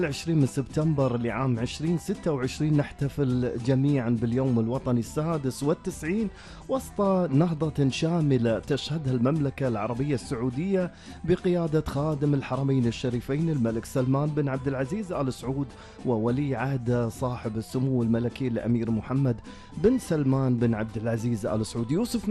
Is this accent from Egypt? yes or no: no; Kuwait; بالنسبة لنا ككويتيين